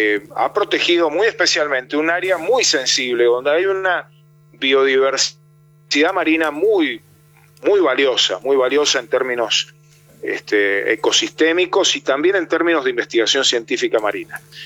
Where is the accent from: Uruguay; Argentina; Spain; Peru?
Argentina